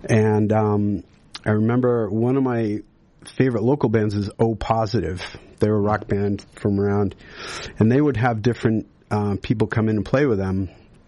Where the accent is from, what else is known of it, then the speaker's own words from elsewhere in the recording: Weymouth, Massachusetts, United States; Grew up in fabulous Weymouth, Massachusetts, an amazing place to grow up. My dad and my mother both grew up in Medford and Somerville.